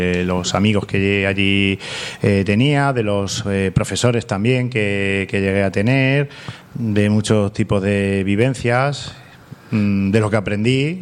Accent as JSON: {"language": "Spanish", "town": "Villarrubia", "country": "Spain", "tie": "born or raised there", "said": "yo soy también natural de Villarrubia, vivo aquí y me dedico a la enseñanza"}